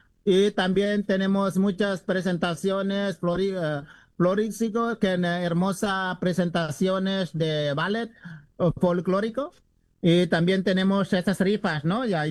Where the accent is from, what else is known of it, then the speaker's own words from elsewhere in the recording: Indonesia; now in Riverside, United States; Originalmente soy de Indonesia. Ya muchos años. Pues me vine aquí en Estados Unidos.